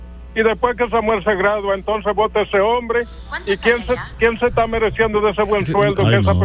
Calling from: La Descubierta, Independencia, Dominican Republic; La tormenta seca, la descubierta, ….

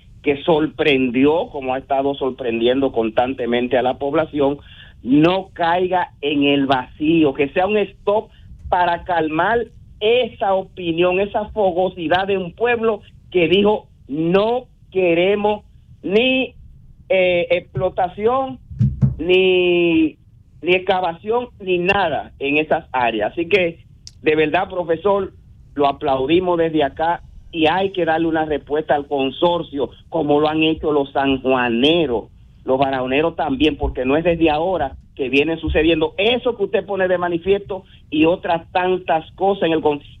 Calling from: Dominican Republic; Nosotros desde la distancia nos solidarizamos con el pueblo de San Juan, como dominicano, como ciudadano.

